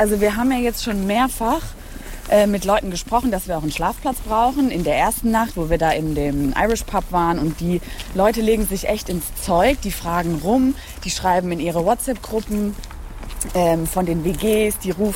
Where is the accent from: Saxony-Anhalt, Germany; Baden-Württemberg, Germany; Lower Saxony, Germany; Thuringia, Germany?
Baden-Württemberg, Germany; Mannheim; ich bin auch aus Mannheim.